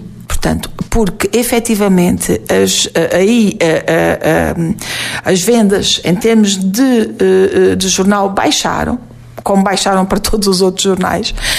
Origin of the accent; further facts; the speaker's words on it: Avis, Alentejo, Portugal; é o meu conselho, é a minha terra.